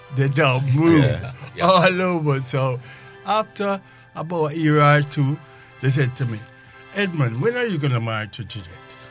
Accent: Jamaica; I grew up in Jamaica

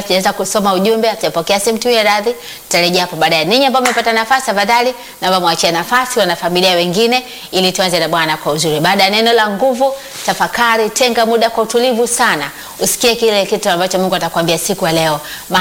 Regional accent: Mbeya, Tanzania; kule kwetu Mbeya

